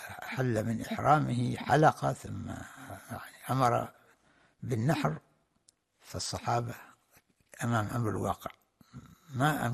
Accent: Oman; وكم هنا عندنا في عمان

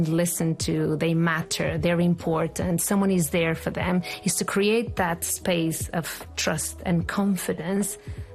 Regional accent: Porto, Norte, Portugal; moved away as an adult; now in Oman; Well, I am from Porto, from Portugal

